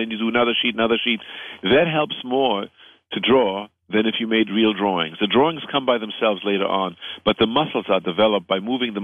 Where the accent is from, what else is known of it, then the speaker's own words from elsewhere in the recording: China; also born or lived in Berlin, Germany; I was born in Berlin. But, you know, I was raised in China